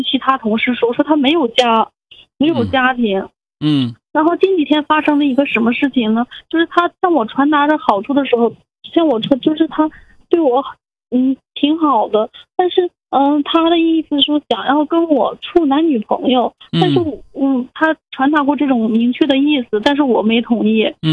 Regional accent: Changchun, Jilin, China; moved away as an adult; now in Hangzhou, China; 我家是东北的，我是吉林长春人，我今年26岁。

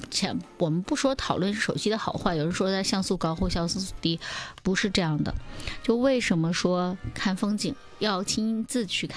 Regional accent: Northeast China, China

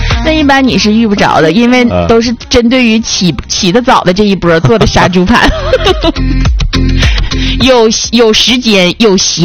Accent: Northeast China, China; 作为这个东北人来讲呢，真的是挺不耐热的。

